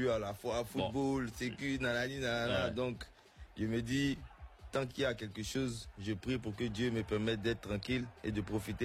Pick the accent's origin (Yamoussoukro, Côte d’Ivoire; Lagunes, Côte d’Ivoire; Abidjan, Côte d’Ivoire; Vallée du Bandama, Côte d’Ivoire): Abidjan, Côte d’Ivoire; moi, j'ai grandi à Cocody, au Val d'Ouen 2, qui est un quartier bien tranquille.